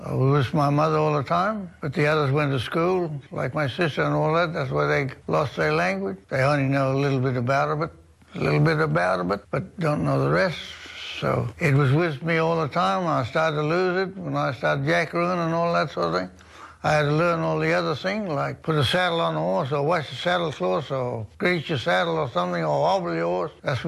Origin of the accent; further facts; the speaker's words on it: Western Australia, Australia; my country's Upper Gascoyne on the Lions River.